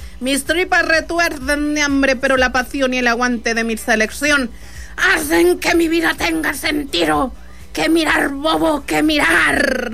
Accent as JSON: {"language": "Spanish", "country": "Mexico"}